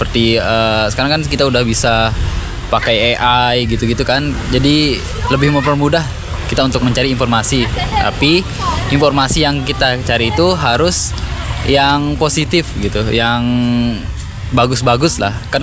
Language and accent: Indonesian; Sikur, West Nusa Tenggara, Indonesia; Saya asli Sikur, Lombok Timur.